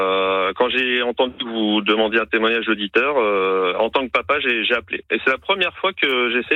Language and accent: French; Évry, Île-de-France, France; also born or lived in Corbeil-Essonnes; j'ai été élevé en Île-de-France, je suis de la région d'Évry.